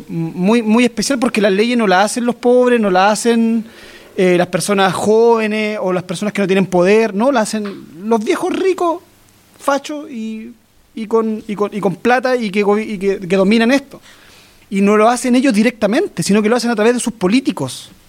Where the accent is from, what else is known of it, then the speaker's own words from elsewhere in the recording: Chile; yo también soy parte del LOF-ROFUE, nacido y criado en el Lorro fue, y por tanto, al igual que mi Peñi, el Machi Fidel Trenamil, conozco la historia.